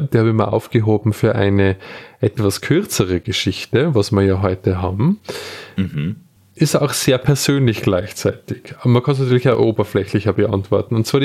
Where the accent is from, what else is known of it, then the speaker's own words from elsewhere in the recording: Melk, Lower Austria, Austria; moved away as an adult; also born or lived in Vienna / Innsbruck; ich bin geboren in Niederösterreich, in Melk, oder wie die Leute da sagen, in Möck. Und dort auch zur Schule gegangen, habe auch mein Abitur oder mein Matura gemacht im Stiftsgymnasium Melk.